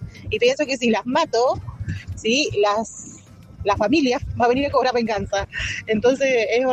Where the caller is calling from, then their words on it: Rivadavia, Argentina; de Rivadavia.